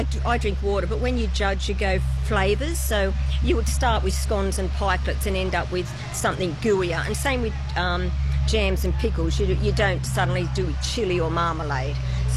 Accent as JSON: {"language": "English", "town": "Cessnock", "region": "New South Wales", "country": "Australia", "said": "I'm from Cessnock."}